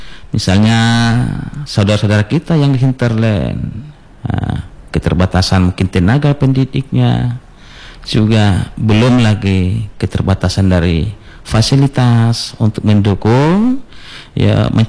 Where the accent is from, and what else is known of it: Indonesia